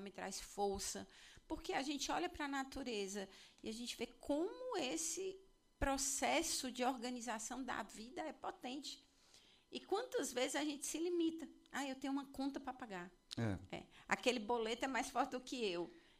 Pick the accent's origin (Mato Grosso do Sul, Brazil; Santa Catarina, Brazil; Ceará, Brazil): Ceará, Brazil; Fortaleza; born there; also born or lived in São Paulo; eu morava ali em Messejana na minha adolescência. E era fantástico. Eu vim, nasci em São Paulo, lá a gente não tinha esse hábito. Quando eu cheguei e vim morar aqui em Fortaleza